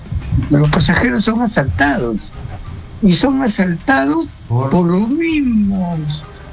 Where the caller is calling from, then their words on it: Lima, Peru; yo vivo en San Martín de Torres, pero a veces viajo para la parte de Ancópez